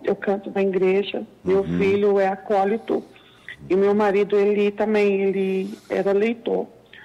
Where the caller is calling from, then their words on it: São Paulo, Brazil; Eu falo de São Paulo, é Guaianazes.